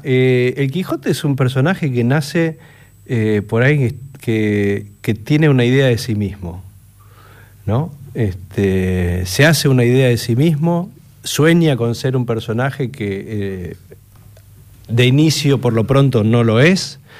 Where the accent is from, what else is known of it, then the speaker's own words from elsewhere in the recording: Argentina; Los argentinos somos personas que claramente tenemos una idea muy fuerte sobre nosotros mismos.